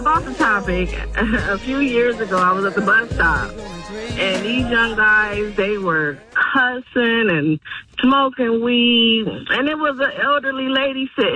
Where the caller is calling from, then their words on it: East Cleveland, Ohio, United States; But I'm from East Cleveland.